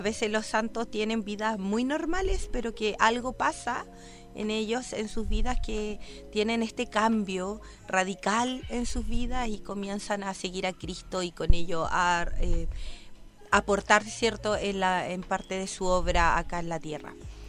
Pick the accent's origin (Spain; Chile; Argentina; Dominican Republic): Chile; esto es algo que a los chilenos particularmente debería importarnos y preocuparnos